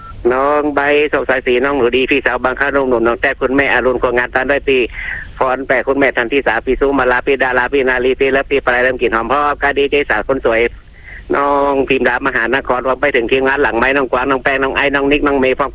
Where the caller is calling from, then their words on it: Mae Mo, Lampang, Thailand; ลำปางครับแม่เมาะครับผม